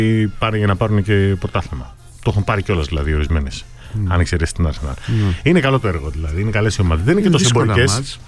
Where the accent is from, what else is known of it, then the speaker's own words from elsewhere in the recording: Amfilochia, West Greece, Greece; Αμφιλοχία.